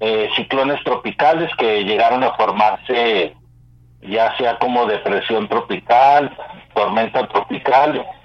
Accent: Parral, Chihuahua, Mexico; born there; saludos a mi tierra que me vio nacer ahí en Parral, Chihuahua, allá hace muchísimos años, por allá nacimos.

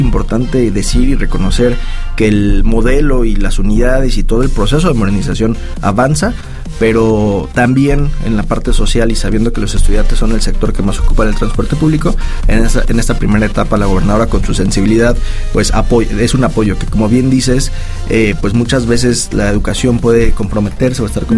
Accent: Mexico

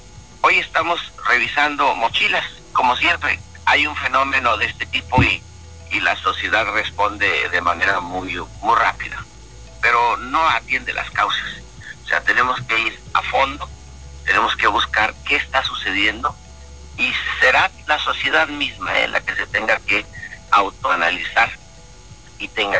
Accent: Mexico; hemos estado perdiendo los núcleos familiares como mexicanos

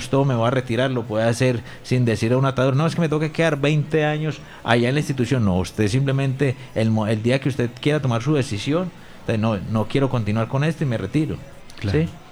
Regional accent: Ciudad Bolívar, Antioquia, Colombia; moved away; Yo, por ejemplo, soy de Ciudad Bolívar, Antioquia. Nunca había salido del pueblo hasta que me vine acá a la Armada Nacional

